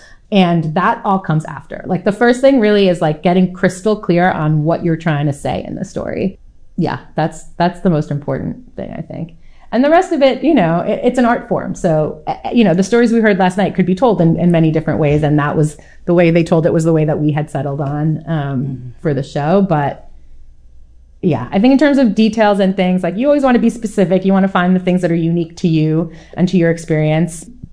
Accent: New York, United States; I grew up in New York. I grew up going to shows in New York

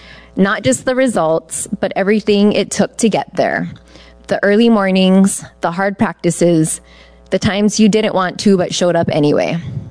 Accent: Kalapana, Hawaii, United States; from Kalapana.

